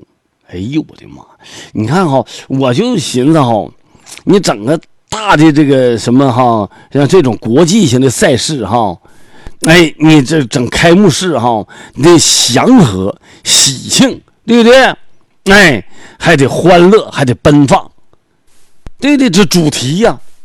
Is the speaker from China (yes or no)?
yes; China; 跟咱们中国呢